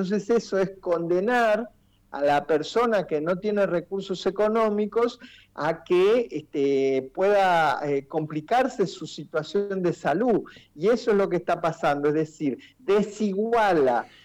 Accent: Argentina; Rompe con esa equidad como argentinos

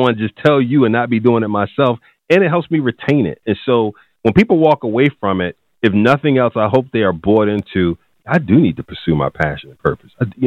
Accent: Philadelphia, Pennsylvania, United States; Well, you know, North Philly was tough back then. Eighth and Butler was considered at that time, man, the drug capital of the world, at least the United States.

